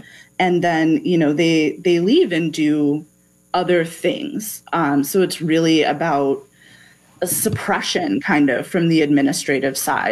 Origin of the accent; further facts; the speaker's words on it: Burlington, Vermont, United States; now in Chicago, United States; I am from Burlington, Vermont.